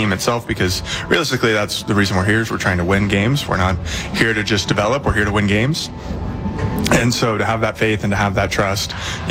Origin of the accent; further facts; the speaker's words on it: Seattle, Washington, United States; born there; moved away; And so it'll be my first time playing against my hometown team. And so I grew up being a Mariners fan.